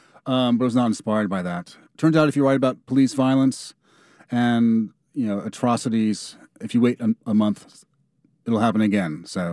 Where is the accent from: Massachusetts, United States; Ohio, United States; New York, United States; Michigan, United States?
New York, United States; And I grew up in New York in the 80s